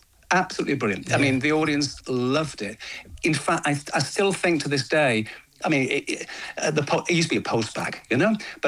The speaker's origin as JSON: {"language": "English", "town": "Manchester", "region": "North West England", "country": "United Kingdom", "tie": "born or raised there", "said": "But when I was growing up in Manchester, I didn't see any of the world that I saw around me reflected in Coronation Street."}